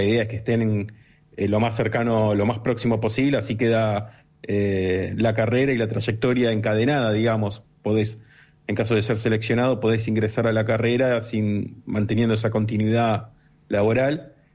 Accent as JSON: {"language": "Spanish", "town": "Buenos Aires", "country": "Argentina", "moved": "as an adult", "lives_now": "Puerto Madryn, Argentina", "said": "soy de Buenos Aires, me vine acá a Madryn, a Puerto Madryn, hace 3 años con el doctorado."}